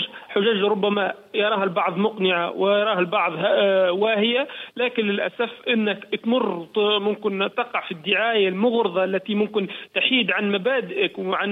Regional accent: southern Tunisia, Tunisia; أنا مثلا من الجنوب التونسي

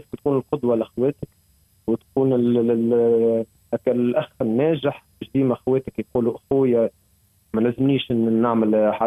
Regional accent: Essouassi, Mahdia Governorate, Tunisia; مع قريتي السويس

